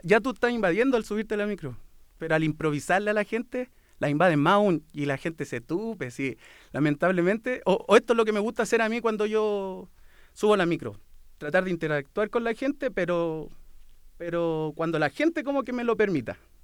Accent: Chile; somos así los chilenos

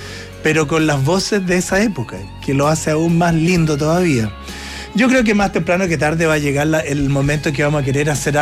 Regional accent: Valdivia, Los Ríos, Chile; moved away; yo vengo llegando hoy día de mi tierra.

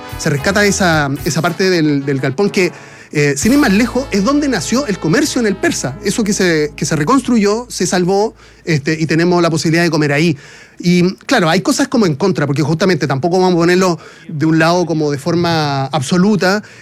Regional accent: Chile; Somos sándwicheros los chilenos, indistintamente en la región.

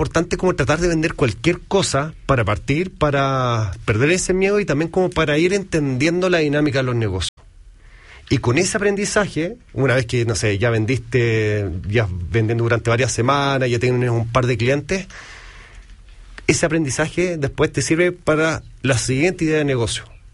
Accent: Chile

